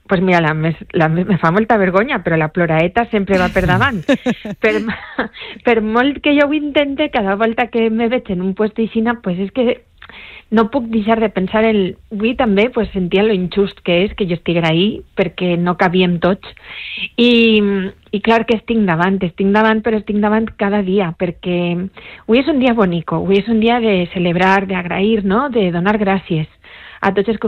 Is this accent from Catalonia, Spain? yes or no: no; Valencian Community, Spain; per a mi com a valenciana